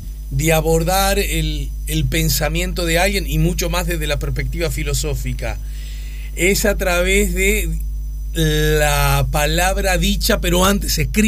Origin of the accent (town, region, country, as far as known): Uruguay